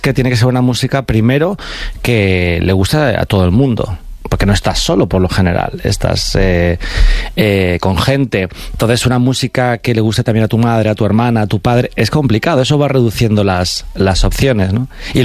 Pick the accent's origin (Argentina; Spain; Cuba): Spain; Alcorcón, Community of Madrid; cuando decían, ¿tú de dónde eres? Yo decía, Alcorcón, la gente era como... ¿Sabes? En plan, como que les parecía gracioso ser de Alcorcón. Y yo, ¿qué pasa? En plan, para mí ser de Alcorcón era normal.